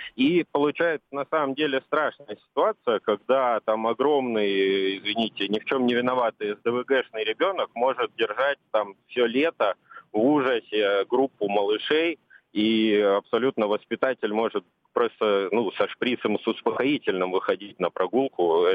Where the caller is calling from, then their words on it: Saint Petersburg, Russia; Санкт-Петербург, ваш постоянный слушатель.